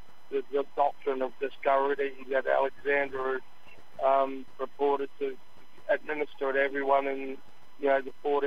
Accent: Cunnamulla, Queensland, Australia; moved away; also born or lived in Brisbane

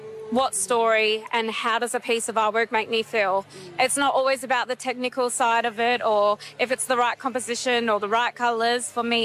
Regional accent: Port Hedland, Western Australia, Australia; Nyalama, Nyulnyul and Yaru woman. And … And yeah, I'm from Gariyada country, born and raised in Port Hedlands.

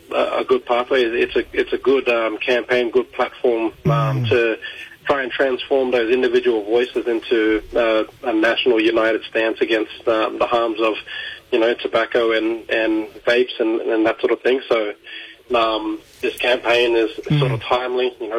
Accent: Queensland, Australia; I'm from the Torres Strait. And, got connection to a couple of islands, and, families and, from Semple and the eastern cluster in the Torres Strait there.

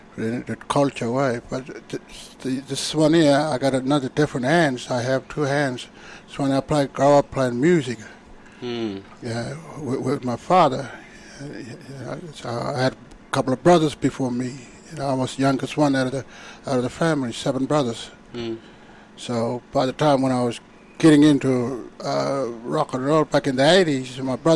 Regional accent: Alice Springs, Northern Territory, Australia; also born or lived in Docker River; So born and bred in Alice Spring

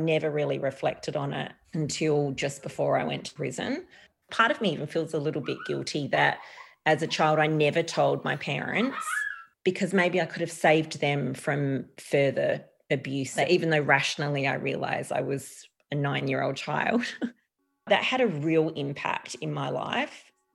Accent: Adelaide, South Australia, Australia; I grew up in Adelaide's southern suburbs. It was a small hills community.

